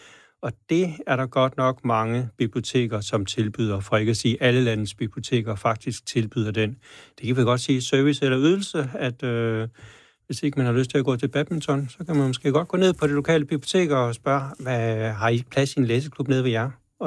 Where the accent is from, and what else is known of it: Djursland, Central Denmark Region, Denmark; born or raised there